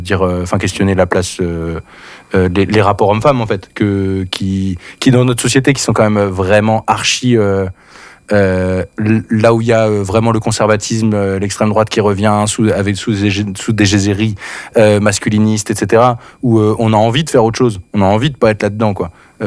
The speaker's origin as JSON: {"language": "French", "region": "Hauts-de-France", "country": "France", "tie": "born there", "said": "c'est le nom d'une rivière qui coule là où près de là où je suis né dans le Pas-de-Calais en Artois."}